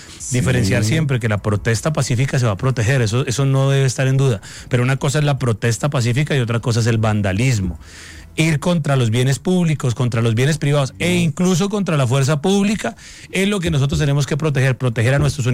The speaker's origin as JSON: {"language": "Spanish", "region": "Santander", "country": "Colombia", "said": "menos cuando yo vengo de Santander, un lugar donde nos acostumbran a nosotros a hablar y a hablar duro."}